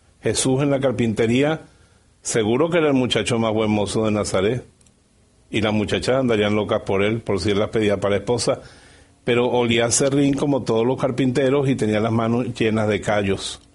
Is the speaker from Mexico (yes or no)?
no; Venezuela; born there; en mi pueblo pequeño en Venezuela, donde yo vivía